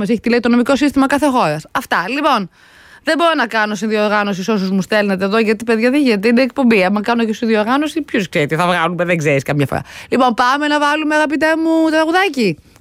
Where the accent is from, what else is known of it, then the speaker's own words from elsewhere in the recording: Greece; σαν Έλληνες.